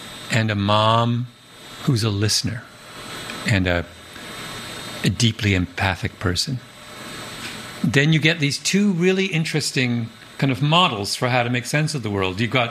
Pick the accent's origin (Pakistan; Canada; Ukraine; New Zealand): Canada; moved away as an adult; also born or lived in England / Jamaica (mother's family); now in United States; England, where I was born. Canada, where I largely grew up.